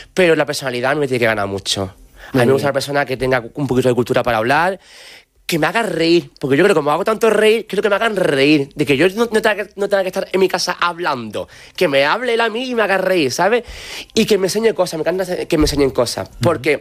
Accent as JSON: {"language": "Spanish", "region": "Andalusia", "country": "Spain", "said": "Yo soy súper ateo, yo el mundo de la Semana Santa no me gusta, siendo andaluz."}